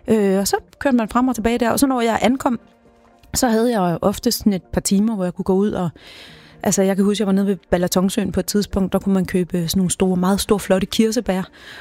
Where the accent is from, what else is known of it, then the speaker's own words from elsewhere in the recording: Aalborg, North Denmark Region, Denmark; Ja, ja. Vi er